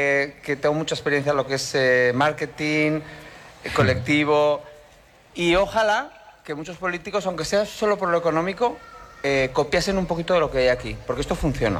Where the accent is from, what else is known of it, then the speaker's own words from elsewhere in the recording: Pamplona, Navarre, Spain; now in Maspalomas, Spain; Yo soy de Pamplona.